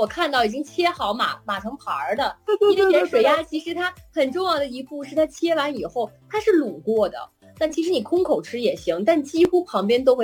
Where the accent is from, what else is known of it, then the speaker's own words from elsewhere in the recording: Wuxi, Jiangsu, China; 我是土生土长的江苏无锡人